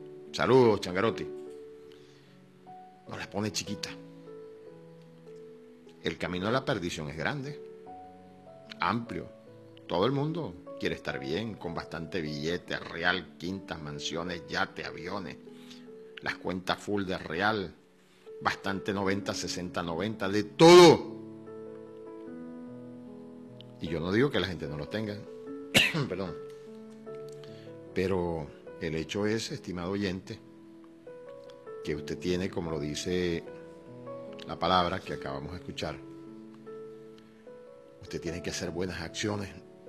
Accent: Cantaura, Anzoátegui, Venezuela; now in Puerto Píritu area, Venezuela; Porque yo soy de Cantabria, y en Cantabria no hay mar. Allá el río Guanipa, donde yo largué el guayuco hace 61 años.

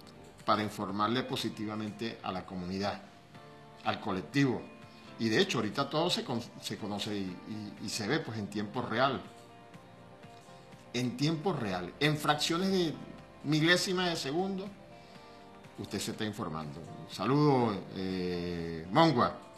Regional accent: Cantaura, Anzoátegui, Venezuela; moved away; allá en mi pueblo, mi amado pueblo en Cantaura, en Chamariapa, donde nací hace 61 años

